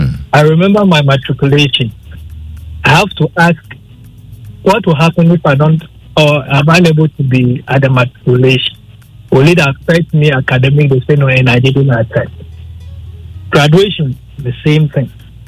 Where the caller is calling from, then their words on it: Canada; I'm calling from Canada.